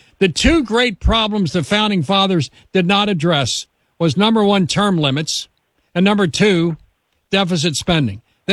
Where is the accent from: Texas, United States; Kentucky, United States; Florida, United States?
Kentucky, United States; From my home state of Kentucky